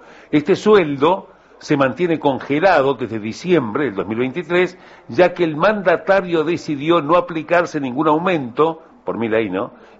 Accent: Uruguay; los uruguayos somos solidarios

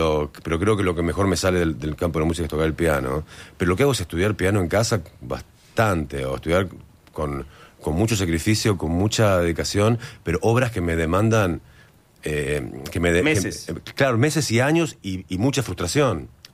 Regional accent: Martínez, Buenos Aires Province, Argentina; now in Béccar, Argentina; No soy específicamente de San Isidro. San Isidro es un municipio que alberga a mi Martínez natal y a mi Bécar actual.

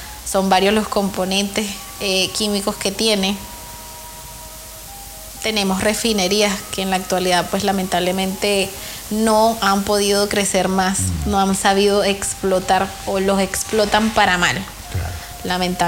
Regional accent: Venezuela; accent: Venezuelan; now in Chile; soy venezolana.

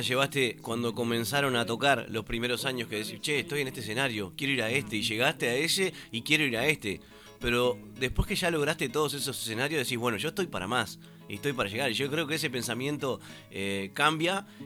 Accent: Nueva Helvecia, Colonia, Uruguay; en cada lugar donde van somos de Nueva Helvecia, venimos de Nueva Helvecia.

